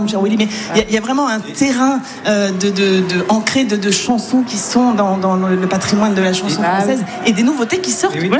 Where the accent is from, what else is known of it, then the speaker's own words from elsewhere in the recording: South, France; Et c'est vrai que je viens du Sud, donc je viens explorer l'ambiance.